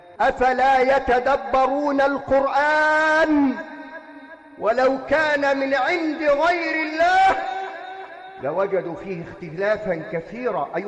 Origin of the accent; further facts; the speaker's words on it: Egypt; اللهم اجعل بلدنا مصر بلد أمن وأمان